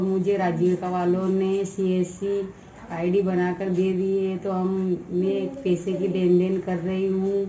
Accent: Parania, Rajasthan, India; मैं गांव परानिया की रहने वाली हूँ और मैं कक्षा 12वीं तक पढ़ी हुई हूँ।

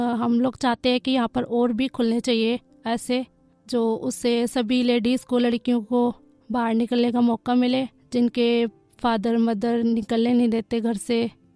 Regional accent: Agra, Uttar Pradesh, India; मैं आगरा से बिलोंग करती हूँ।

